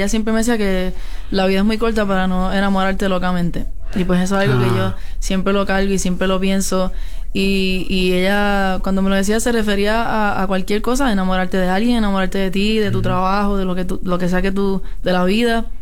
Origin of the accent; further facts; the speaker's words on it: Añasco, Puerto Rico; Yo todavía estoy en Añasco, en casa, en mi pueblo chiquito